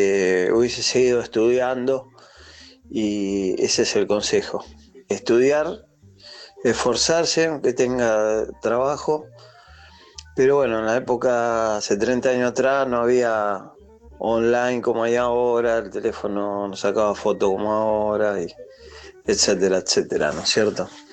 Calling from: Francisco Álvarez, Buenos Aires Province, Argentina; 239 de Francisco Álvarez Moreno.

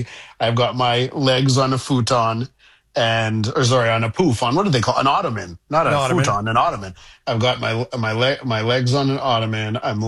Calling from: Quebec, Canada; In Quebec, I come to you from Soviet Quebecistan, as you know.

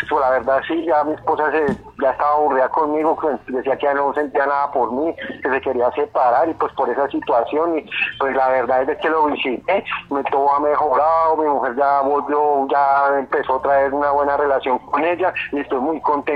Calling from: Tabio, Cundinamarca, Colombia; lo llamo de Tabio, Cundinamarca, profesor.

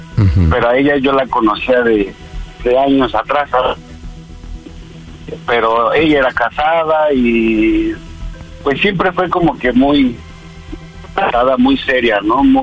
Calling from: Tlalnepantla, State of Mexico, Mexico; 42 años, soy de Tlalnepantla.

